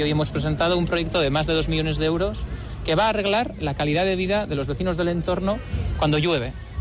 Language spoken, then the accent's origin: Spanish; San Sebastián, Basque Country, Spain; vengo de Martutene, en concreto del barrio de Okendotegui, porque todavía, a día de hoy, cuando hay crecidas del río, se sigue inundando.